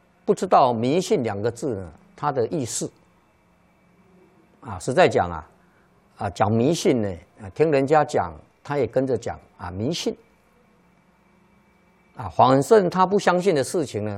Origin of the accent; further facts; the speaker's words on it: China; 那么我们中国人呢，啊，中国的古人呐，都有一个观念。